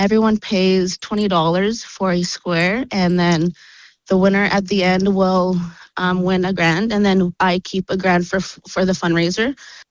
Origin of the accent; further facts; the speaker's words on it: Sandy Bay, Saskatchewan, Canada; I'm from Sandy Bay, Saskatchewan.